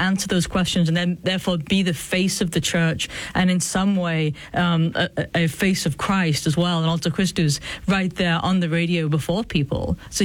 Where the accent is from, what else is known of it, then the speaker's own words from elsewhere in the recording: England, United Kingdom; I think we're roughly the same age, and but I was growing up in England, and you were over in the US